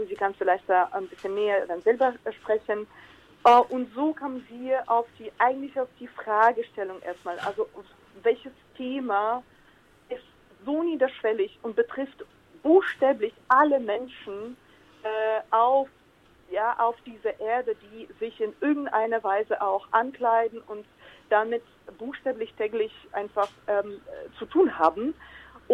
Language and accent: German; Ukraine; ich habe als Kind in der Ukraine, als ich dann noch die Ukraine ganz ganz junger Staat war, ich habe dann mit anderen Mädchen aus meinem Nachbarschaft auch Modenschauen organisiert.